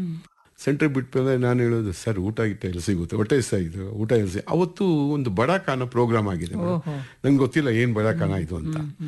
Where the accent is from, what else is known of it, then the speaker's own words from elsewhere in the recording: Bengaluru, Karnataka, India; ಎಲ್ಲಿಯವನು ನೀನು ಅಂದ, ಸರ್ ನಾನು ಬೆಂಗಳೂರು ಕರ್ನಾಟಕ ಸರ್.